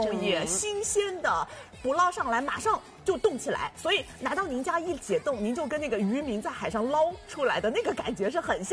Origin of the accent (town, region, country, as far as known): Shanghai, China